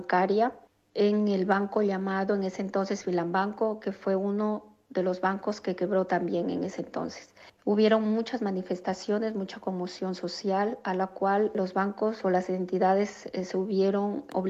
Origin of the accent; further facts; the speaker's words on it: Ecuador; moved away as an adult; now in Belgium; soy una emigrante ecuatoriana desde 1994.